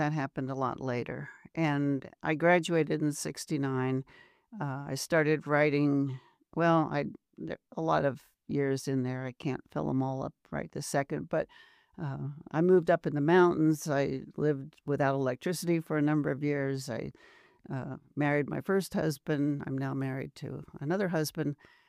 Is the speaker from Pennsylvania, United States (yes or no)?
yes; Pennsylvania, United States; moved away as an adult; now in Boulder, United States; I came to CU as a student in 1965, and I grew up in Pennsylvania.